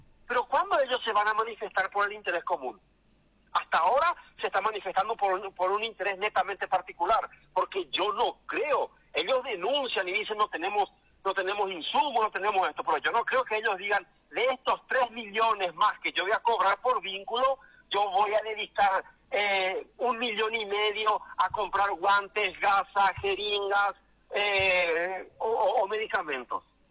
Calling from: Paraguay; Ese es el problema principal, doctor, que tenemos los paraguayos.

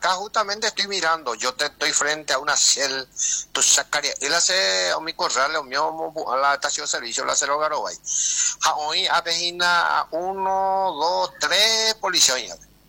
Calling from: Limpio, Central, Paraguay; Yo soy limpeño, de Isla Aveiro soy.

